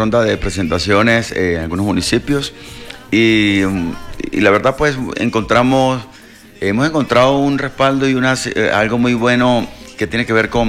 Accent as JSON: {"language": "Spanish", "town": "Valledupar", "region": "Cesar", "country": "Colombia", "said": "porque nosotros vivíamos en Valledupar, pues yo soy de Valledupar"}